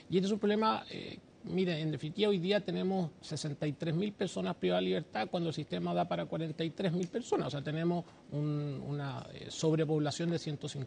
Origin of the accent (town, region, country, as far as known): Chile